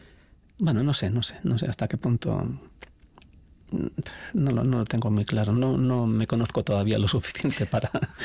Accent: Ordizia, Basque Country, Spain; De hecho, cuando vine a hacer la matrícula a la universidad, aquí a un paso de nuestros estudios, vine en bicicleta desde Ordizia. Todo Euskadi lo conozco sobre todo por la bicicleta y la montaña.

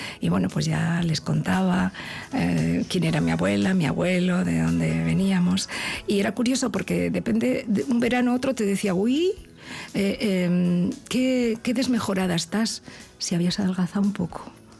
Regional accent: Vitoria-Gasteiz, Basque Country, Spain; born there; also born or lived in Markina / Andalusia; Yo me siento totalmente vasca, me siento, nací en Marquina, pero yo me siento de Vitoria-Gasteiz, me siento vitoriana, y sé que hay una parte de mí que son mis raíces

